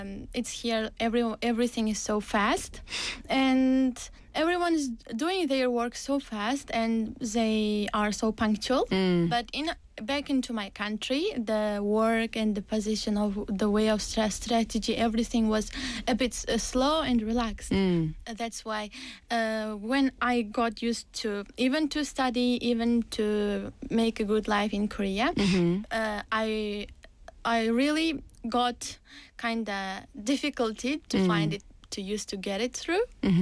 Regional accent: Uzbekistan; English is a second language; In my country, in my hometown, I took a lesson from social media

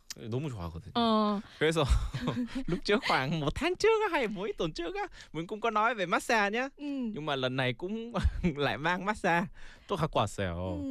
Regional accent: South Korea; also born or lived in Vietnam; Thì mình thì là Lai Hàn Việt. Mình thì sinh ra ở Hàn Quốc, quốc tịch thì Hàn. Nhưng mà cũng có là mẹ là người Việt ấy. Xong rồi mình đến đi Việt Nam khi lớp 1.

